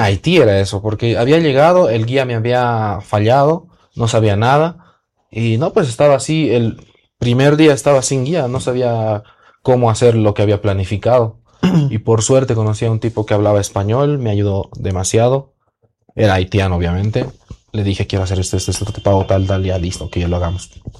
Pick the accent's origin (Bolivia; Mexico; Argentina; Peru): Bolivia; Y yo les dije, ah, no, sí, ahí soy de Bolivia y todo.